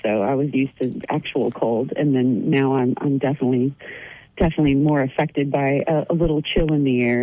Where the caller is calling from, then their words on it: Sunshine Coast, Queensland, Australia; Calling from the sunny coast